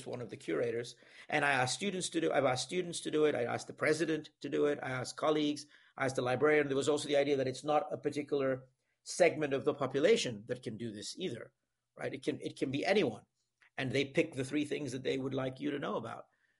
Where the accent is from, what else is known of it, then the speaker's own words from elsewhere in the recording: Singapore; I first encountered this with rubber trees when I was growing up in Singapore.